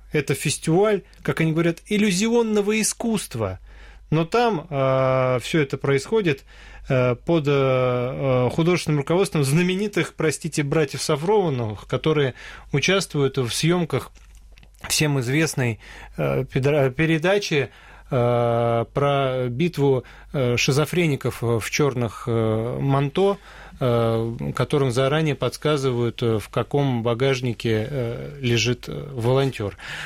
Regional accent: Moscow, Russia; как коренной москвич

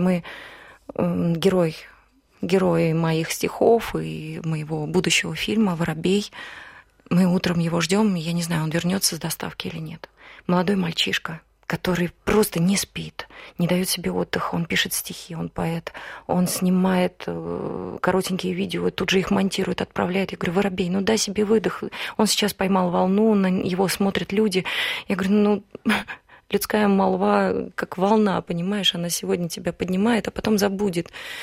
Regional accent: Nizhny Novgorod, Nizhny Novgorod Oblast, Russia; Все почему-то думали, что я из Санкт-Петербурга, а не из Нижнего Новгорода.

